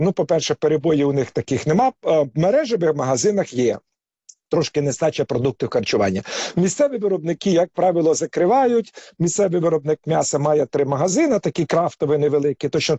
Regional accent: Pryluky, Chernihiv Oblast, Ukraine; now in Kyiv, Ukraine; в тому числі в моїх рідних Прилуках

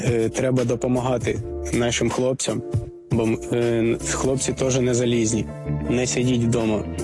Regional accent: Ternivka, Dnipropetrovsk Oblast, Ukraine; Я родом з Дніпропетровської області, місто Тернівка, шахтарське містечко, працював на шахті.

